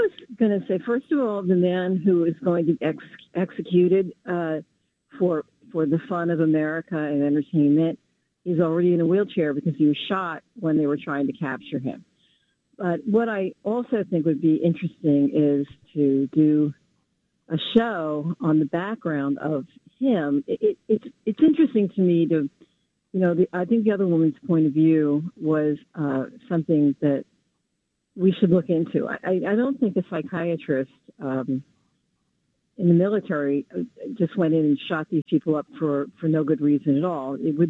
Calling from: New York, United States; in East Harlem.

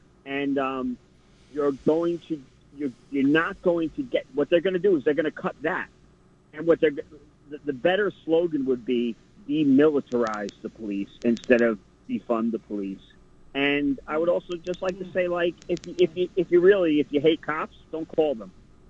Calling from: New York, United States; from Rockaway.

